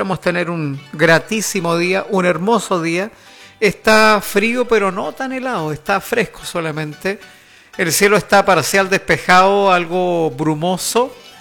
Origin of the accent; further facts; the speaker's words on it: Chile; nosotros, usted lo sabe, somos chilenos todo el año.